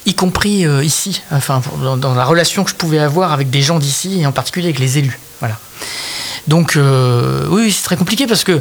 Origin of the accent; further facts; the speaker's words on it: Normandy, France; moved away as an adult; also born or lived in Rouen; now in Clamecy, France; Je viens de Normandie, en fait, à la base. Donc j'ai passé du temps à Rouen. J'ai habité à Rouen pendant 12 ans.